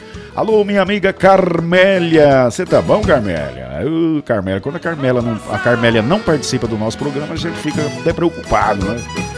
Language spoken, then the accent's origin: Portuguese; Brazil